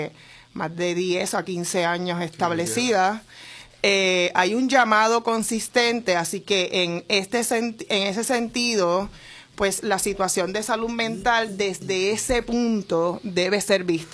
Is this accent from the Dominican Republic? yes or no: no; Puerto Rico